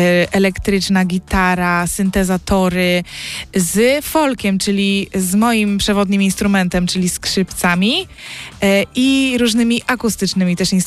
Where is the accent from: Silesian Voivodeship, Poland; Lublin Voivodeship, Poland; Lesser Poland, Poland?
Lublin Voivodeship, Poland; Lublin; moved away as an adult; now in Warsaw, Poland; Dzisiaj przyjechałam z Warszawy, bo akurat aktualnie mieszkam w Warszawie, ale pochodzę z Lublina i tam właśnie studiowałam.